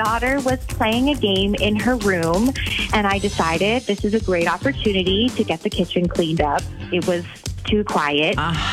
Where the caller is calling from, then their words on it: Madison, Wisconsin, United States; I'm from Madison